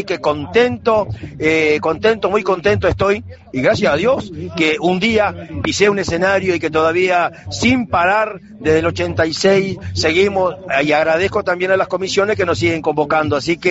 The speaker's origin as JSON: {"language": "Spanish", "country": "Uruguay"}